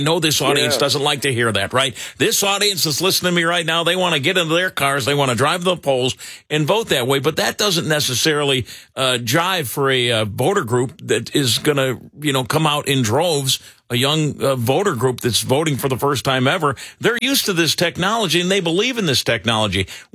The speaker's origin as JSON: {"language": "English", "town": "Chicago", "region": "Illinois", "country": "United States", "said": "I mean, my goodness, we're from Chicago."}